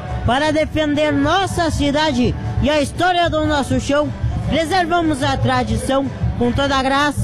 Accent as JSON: {"language": "Portuguese", "town": "Mata", "region": "Rio Grande do Sul", "country": "Brazil", "said": "Eu tenho 14 anos, somos lá de Mata"}